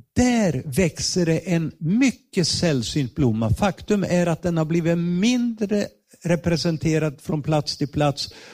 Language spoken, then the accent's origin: Swedish; Ludvika, Dalarna County, Sweden; För vi växte upp i Ludvika. Nästan grannar med varandra.